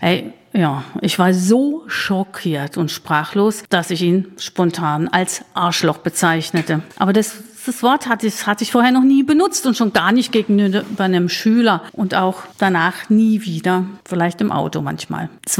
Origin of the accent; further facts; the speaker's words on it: Karlsruhe, Baden-Württemberg, Germany; now in Schriesheim, Germany; ich komme aus Karlsruhe. Aber das hört man ganz sicher ganz gut am Dialekt, den konnte ich nie ablegen. Seit 40 Jahren lebe ich dort nicht mehr und seit 26 Jahren in Schriesheim mit Mann und Hund.